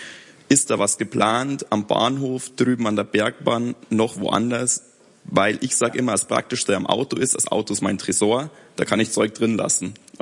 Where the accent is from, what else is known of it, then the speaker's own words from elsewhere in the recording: Lenggries, Bavaria, Germany; ich bin aus Lingries